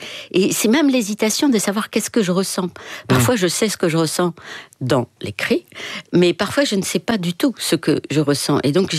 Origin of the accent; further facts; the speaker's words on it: Morocco; Oui, je décris ce sentiment quand j'étais enfant au Maroc.